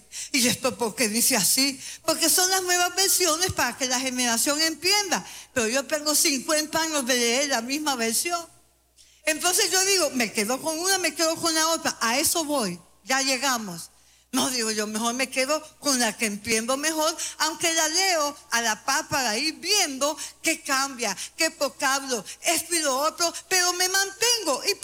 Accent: El Salvador; Así somos nosotros salvadoreños.

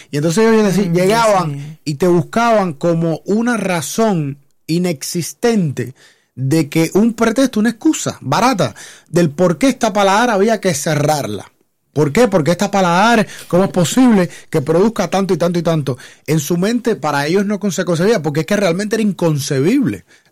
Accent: Cuba; moved away; yo como cubano, para yo poder ir a un hotel en mi propio país, yo tuve que salir del país, hacerme extranjero

